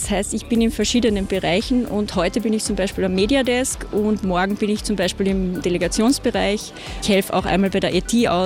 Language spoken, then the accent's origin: German; Velden, Carinthia, Austria; moved away as an adult; now in Vienna, Austria; Also ich komme ursprünglich aus Velden, bin aber dann wegen des Studiums nach Wien gegangen und bin jetzt eigentlich schon über 20 Jahre in Wien.